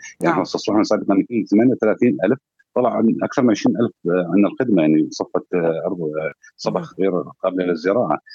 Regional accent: Syria; إحنا عندنا في سوريا استنزاف جائر للكتلة المائية.

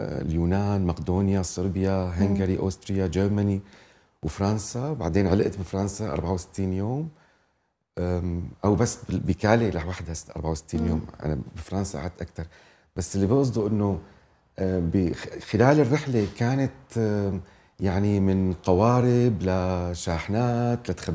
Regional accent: Syria; moved away as an adult; now in London, United Kingdom; نحن كسوريين

